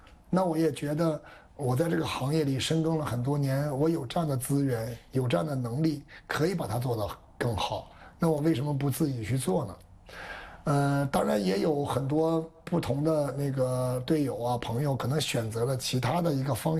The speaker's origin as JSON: {"language": "Chinese", "town": "Dalian", "region": "Liaoning", "country": "China", "tie": "born or raised there", "also_born_or_lived": "England", "moved": "yes", "said": "我是大连人，我们家乡这个梭鱼湾的球场已经成了一个这个球迷打卡的地方了。"}